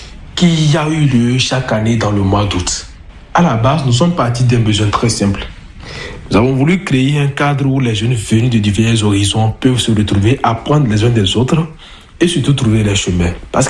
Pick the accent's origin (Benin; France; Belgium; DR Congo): Benin; Ouaké, Donga; chez nous à Waké.